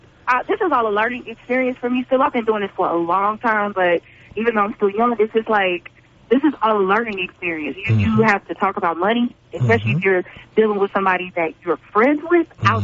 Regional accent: Gary, Indiana, United States; born and raised

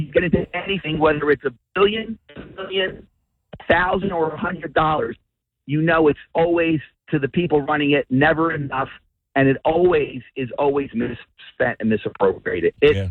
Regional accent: Hamilton, New Jersey, United States; now in Surf City, United States; I grew up in Hamilton

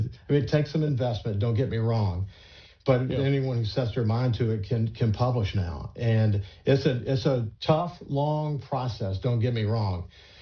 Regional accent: Gulfport, Mississippi, United States; also born or lived in Bellevue (possibly Biloxi), Mississippi; We grew up in Bellevue and Gulfport together

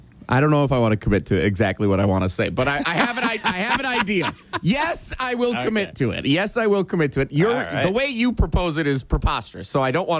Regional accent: Muskego, Wisconsin, United States; I said I grew up in Muskego, and yeah, I played baseball, and I wasn't that good.

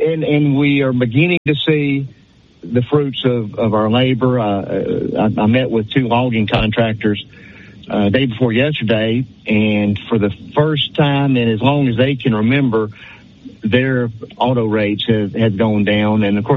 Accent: Rapides Parish, Louisiana, United States; moved away as an adult; now in Grant Parish, United States; Born and raised in Rapides Parish. Been in Grant Parish, which we absolutely love, about 20 years.

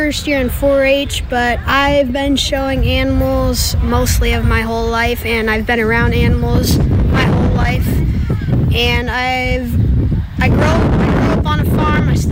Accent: Storm Lake, Iowa, United States; Storm Lake, Iowa.

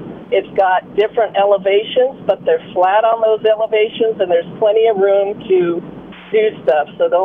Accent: Los Osos, California, United States; So, you know, I grew up in Los Osos, and there was Sunny Sky School and nothing else. I grew up in Baywood Park

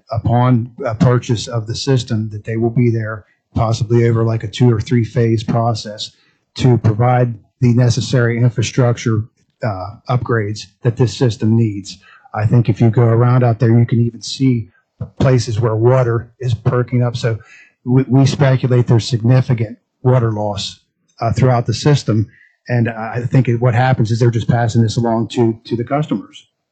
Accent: Bel Air, United States; My folks still live there. I grew up in Bel Air. It's a great place.

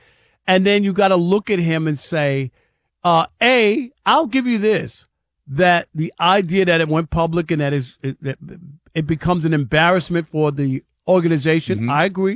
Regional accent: New York, United States; born or raised there; now in San Antonio, United States

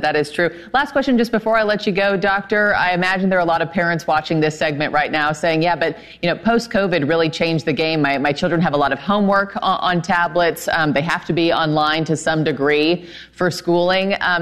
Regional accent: Oklahoma, United States; I grew up in Oklahoma. I mean, I played outside after school until it was time for dinner.

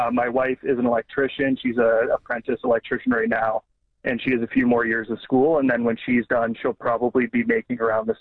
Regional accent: Ottawa, Ontario, Canada; born or raised there

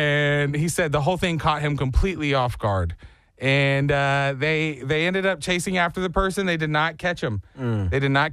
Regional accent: Texas, United States; man, I'm from Texas.

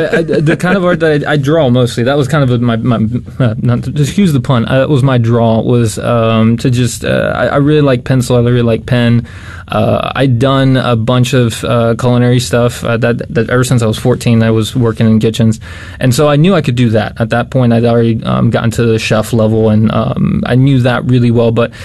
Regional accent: Ixtapa-Zihuatanejo, Guerrero, Mexico; now in United States; Correct. I'm from Mexico in a small town called Ixtapas y Huatanejo. It's on the Pacific coast.

